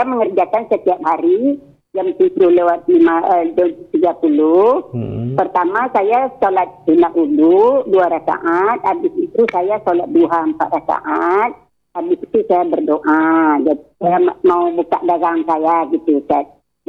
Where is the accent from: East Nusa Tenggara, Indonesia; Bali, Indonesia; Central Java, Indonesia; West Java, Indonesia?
Central Java, Indonesia; Batang; Tapi saya ini kan orang Batang, jam 8 saya udah harus membuka dagang saya gitu.